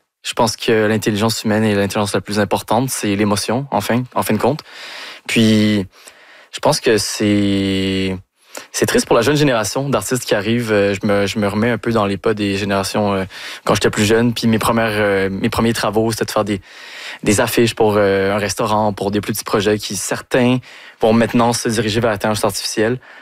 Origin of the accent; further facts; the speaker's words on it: Montreal, Quebec, Canada; born there; also born or lived in Chile; l'histoire d'être un enfant de la diaspora à Montréal. Donc, moi, j'ai grandi en revenant au Chili à chaque année.